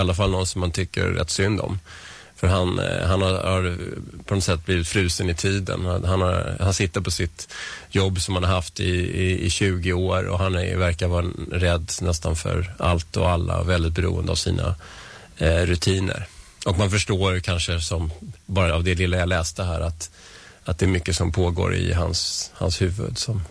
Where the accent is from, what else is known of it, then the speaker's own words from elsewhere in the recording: Stockholm, Stockholm County, Sweden; also born or lived in Strängnäs; now in Nacka, Sweden; Jag kommer ju inte härifrån. Jag kom från Vällingby från början. Och sen har jag bott i stan och jag har bott i Strängnäs då, som sagt. Men vi flyttade hit 2007